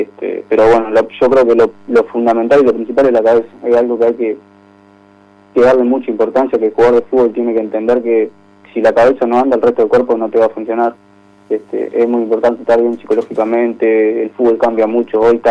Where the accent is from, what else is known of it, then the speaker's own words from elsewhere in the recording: Montevideo, Uruguay; yo nací en Montevideo, mi madre es de Montevideo, y tenemos la casa ya nuestra donde yo viví siempre.